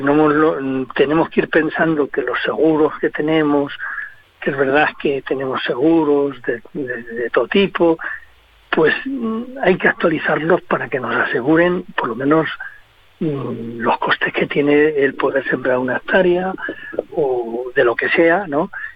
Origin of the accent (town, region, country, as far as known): Spain